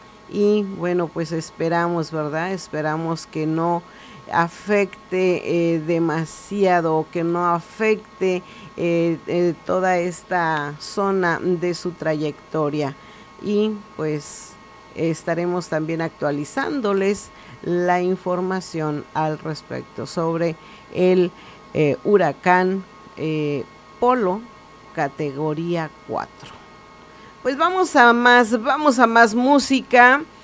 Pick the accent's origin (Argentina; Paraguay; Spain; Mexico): Mexico; Guerrero